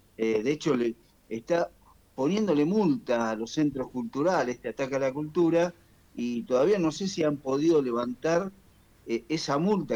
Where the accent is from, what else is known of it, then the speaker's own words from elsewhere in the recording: Argentina; nuestra identidad como argentinos